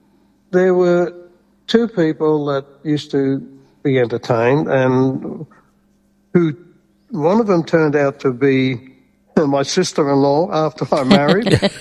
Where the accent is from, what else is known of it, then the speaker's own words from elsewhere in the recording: Sydney, New South Wales, Australia; So getting back to my growing up in Sydney, my stepfather worked at various jobs